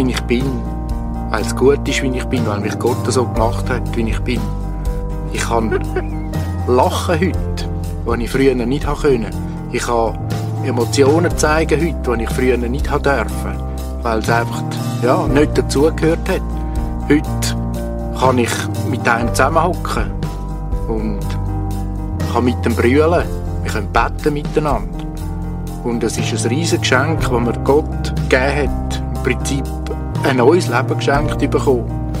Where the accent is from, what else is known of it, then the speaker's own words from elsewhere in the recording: Switzerland; Dann haben sich meine Eltern entschieden, wieder zurück in die Schweiz zu kommen. Ich habe mich als Schweizer gefühlt, hatte einen Schweizer Pass und hatte das Gefühl, ich komme heim.